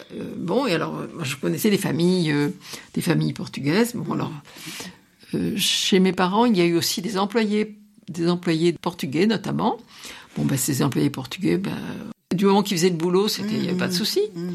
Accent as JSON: {"language": "French", "town": "Paris", "region": "Île-de-France", "country": "France", "tie": "born there", "lives_now": "Dreux, France", "said": "Ben non, je suis pas de Dreux. Je suis née à Paris."}